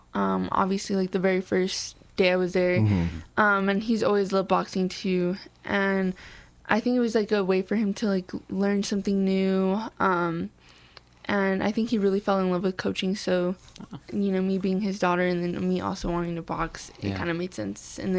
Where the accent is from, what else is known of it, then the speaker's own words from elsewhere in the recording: Las Cruces, New Mexico, United States; I honestly loved growing up in Las Cruces. I love the pace, especially with traveling to many different cities. It's nice to come back here